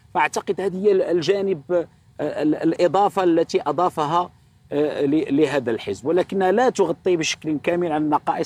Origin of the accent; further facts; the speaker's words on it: Morocco; عندنا في المغرب